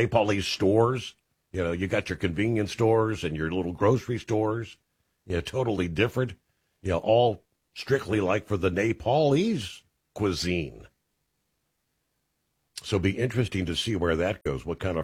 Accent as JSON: {"language": "English", "town": "Cincinnati", "region": "Ohio", "country": "United States", "tie": "born or raised there", "said": "I think I've mentioned several times that my hometown, Cincinnati, is..."}